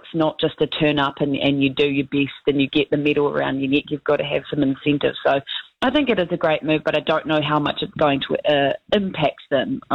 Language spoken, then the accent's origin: English; Taranaki, New Zealand; I thankfully have been in the Hurricanes because I'm from Taranaki, and before they switched to the Chiefs, so I could never be a Chiefs supporter.